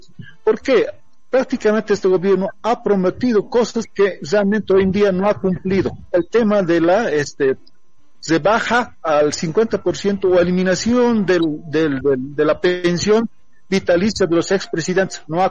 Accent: Bolivia

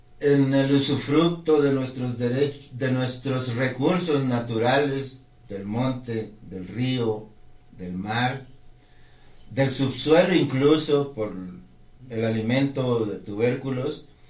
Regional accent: Mayo region, Mexico; first language Mayo; Spanish is a second language; nuestra lengua madre, que es el idioma mayo.

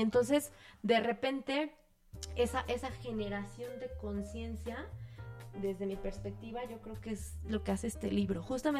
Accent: Mexico; en México estamos buscando quién nos materne o nos paterne

